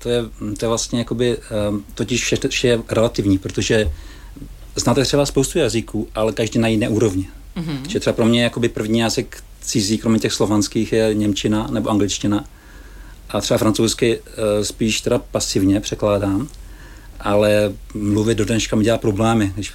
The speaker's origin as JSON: {"language": "Czech", "town": "Moravská Třebová", "region": "Pardubice Region", "country": "Czechia", "tie": "born or raised there", "also_born_or_lived": "Svitavy / Ostrava", "said": "Rodné není, já jsem se narodil ve Svitavech v Rodnici a pak jsem žil v Moravské Třebové. Takže jsem vlastně spíš jakoby srdcem Moravsko-Třebovák, ale i Ostravák, kam jsem se stěhoval za tátou."}